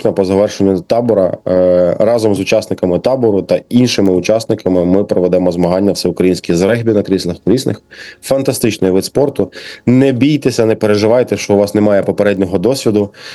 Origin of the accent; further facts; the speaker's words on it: Kharkiv, Kharkiv Oblast, Ukraine; Ми, харків'яни, точно є у Львові.